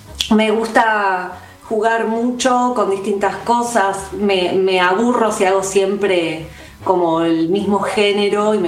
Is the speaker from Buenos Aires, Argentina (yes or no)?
yes; Buenos Aires, Argentina; Yo soy de Parque Chas y tengo la suerte de ahora estar viviendo acá, de nuevo, en Parque Chas, en Cava.